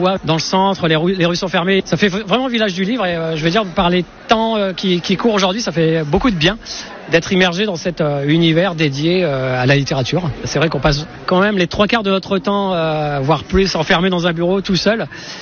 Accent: Hauts-de-France, France; Moi je suis du Nord

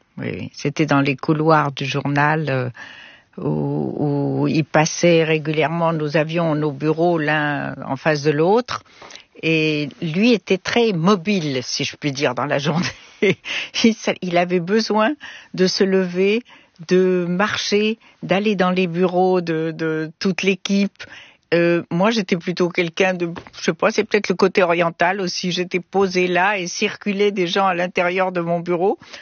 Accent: Morocco; En plus, en tant que bonne Marocaine, j'avais peur des chiens.

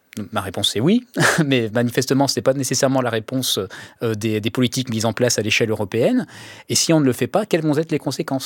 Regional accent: France; nous, en tant que Français

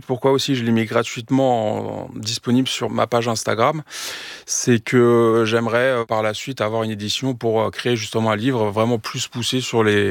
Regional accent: Meaux, Île-de-France, France; je viens de Meaux, du coup on a beaucoup, une terre de betterave, on va dire.

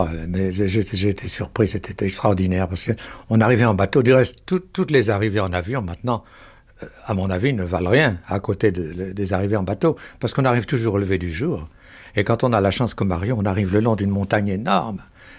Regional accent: France; je n'étais jamais sorti de France, je n'ai même pas été à Monte-Carlo ou en Belgique

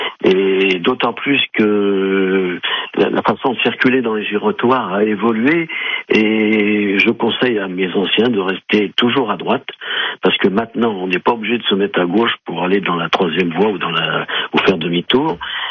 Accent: Saleux, Hauts-de-France, France; moi je suis de Saleux

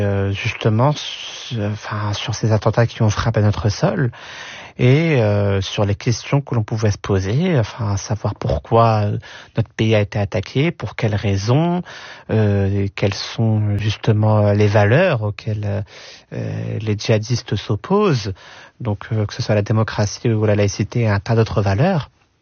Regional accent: Algeria; pays qui est mon pays d'origine, l'Algérie

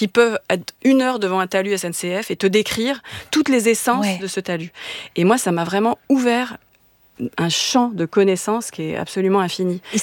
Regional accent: Paris, Île-de-France, France; je suis parisienne

